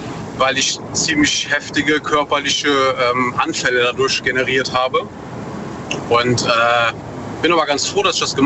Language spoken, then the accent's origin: German; North Rhine-Westphalia, Germany; Aus der Eifel, NRW.